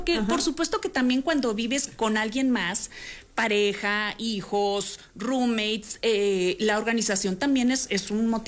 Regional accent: Sonora, Mexico; Sonorense. Norteña, a final de cuentas norteña, soy de Sonora.

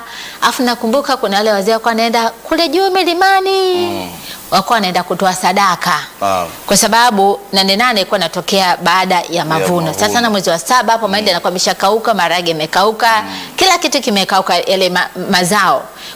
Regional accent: Mbeya, Tanzania; ilikuwa kimila kule kwetu Safwani.

